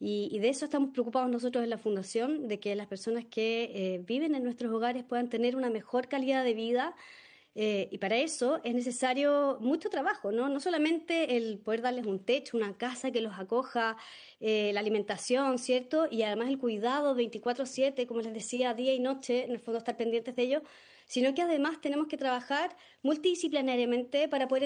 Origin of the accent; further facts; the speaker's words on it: Chile; Y eso obviamente que implica un tremendo desafío para nosotros como chilenos.